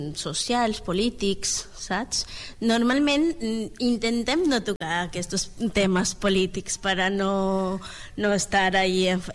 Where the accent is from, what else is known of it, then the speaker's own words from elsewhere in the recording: Bolivia; Catalan is a second language; moved away as an adult; now in Spain; Ah, soc boliviana.